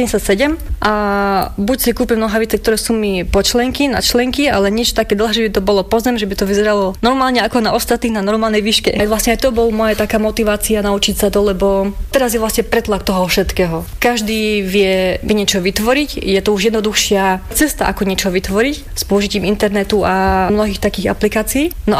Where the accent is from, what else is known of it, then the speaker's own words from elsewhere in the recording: Vranov nad Topľou, Prešov Region, Slovakia; u nás vo Vranove